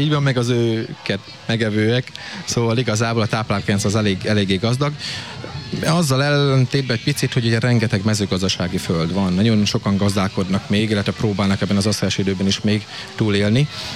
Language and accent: Hungarian; Kisújszállás, Jász-Nagykun-Szolnok, Hungary; moved away as an adult; now in Jászboldogháza, Hungary; kisgyerekkorban én kisúszáláson nőttem fel, tehát én itt Boldogházban szokták mondani, hogy gyütment vagyok, már 16 éve itt élek.